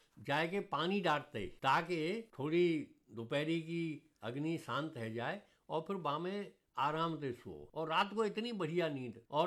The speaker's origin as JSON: {"language": "Hindi", "region": "Uttar Pradesh", "country": "India", "tie": "born or raised there"}